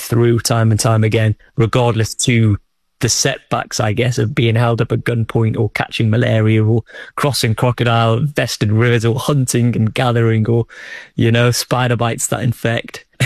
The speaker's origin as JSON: {"language": "English", "town": "Old Colwyn", "region": "Wales", "country": "United Kingdom", "tie": "born or raised there", "said": "growing up in North Wales in Old Colwyn, a place no one really knows"}